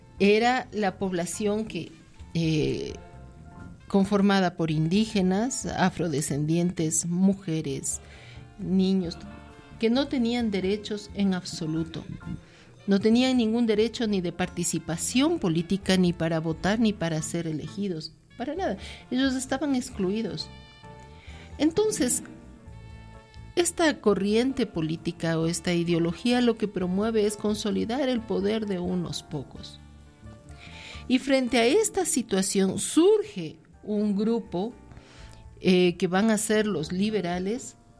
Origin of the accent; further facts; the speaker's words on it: Ecuador; Nosotros como ecuatorianos proveíamos de materias primas